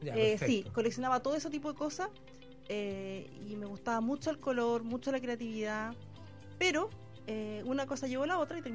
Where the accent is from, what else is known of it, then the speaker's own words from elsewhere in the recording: Los Ángeles, Biobío, Chile; soy oriunda de esa ciudad.